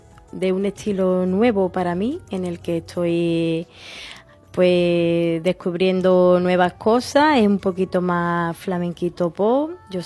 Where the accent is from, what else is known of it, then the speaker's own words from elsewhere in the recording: Almonte, Andalusia, Spain; en mi pueblo, en Almonte.